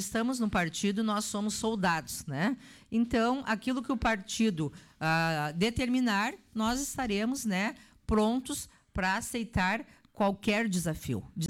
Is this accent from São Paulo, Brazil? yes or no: no; Soledade, Rio Grande do Sul, Brazil; eu sou soledadense, amo a minha terra